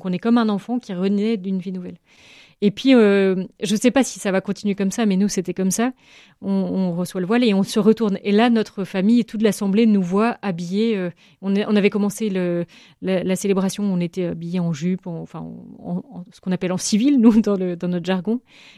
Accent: Brittany, France; D'abord, j'étais contente de revenir dans ma région d'origine. Et puis, toute la vie apostolique qui est à Brest est très riche.

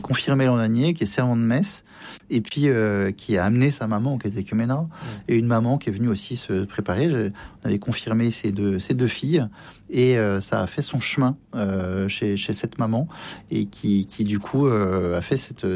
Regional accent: France

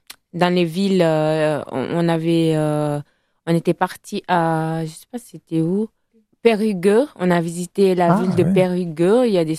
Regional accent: Italy; moved away as an adult; now in Bordeaux, France; Moi, ça fait depuis 2017 sur Bordeaux. De base, je viens d'Italie.

